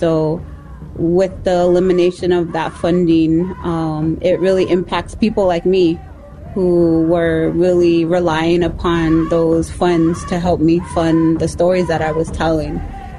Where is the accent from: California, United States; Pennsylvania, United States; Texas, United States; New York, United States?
California, United States; Los Angeles; moved away as an adult; now in Minneapolis, United States; I consider myself like a transplant, urban native transplant. I grew up in the Los Angeles American Indian community. So moving out here almost 15 years ago